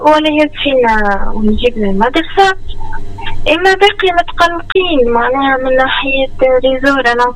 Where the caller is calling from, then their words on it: Sbiba, Kasserine Governorate, Tunisia; نحن من سبيدلة